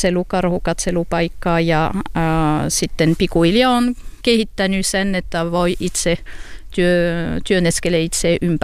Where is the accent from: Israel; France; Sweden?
France; Finnish is a second language; moved away as an adult; now in Lentiira, Finland; Olen ranskalainen. Olen tullut tällä kylälle 2001.